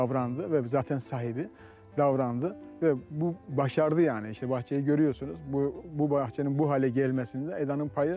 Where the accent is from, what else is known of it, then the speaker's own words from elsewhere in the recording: Artvin, Turkey; born there; 62 yaşındayım. Artvin doğumluyuz.